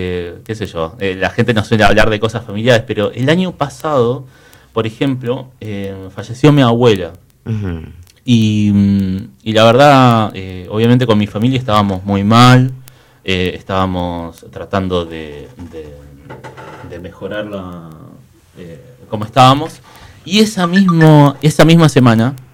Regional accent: Río Gallegos, Santa Cruz, Argentina; Y yo le digo, de Río Gallegos.

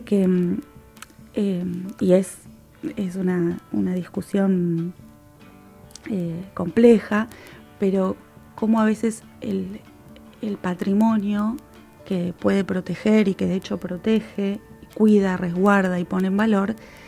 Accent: Río Turbio, Santa Cruz, Argentina; Recordemos que yo soy de Río Turbio

